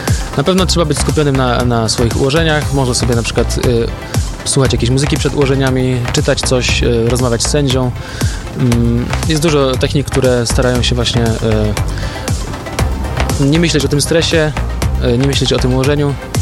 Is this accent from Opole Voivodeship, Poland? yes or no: yes; Opole Voivodeship, Poland; Ja z Opolszczyzny znam może kilku takich speedcuberów